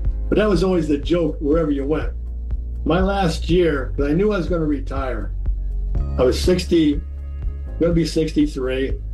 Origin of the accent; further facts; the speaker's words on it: North Baltimore, United States; I would say, you know, I'm a hick from North Baltimore. Nobody ever expected me to do this.